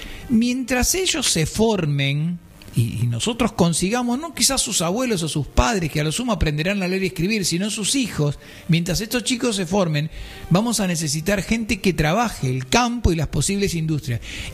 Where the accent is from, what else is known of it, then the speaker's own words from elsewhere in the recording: Buenos Aires, Argentina; como somos todos porteños